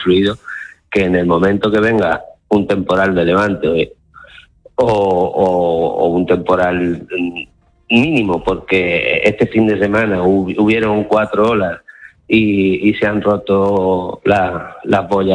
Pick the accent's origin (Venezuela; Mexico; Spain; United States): Spain; Ceuta; yo soy de aquí, de Ceuta, llevo toda la vida viendo esta frontera de la misma forma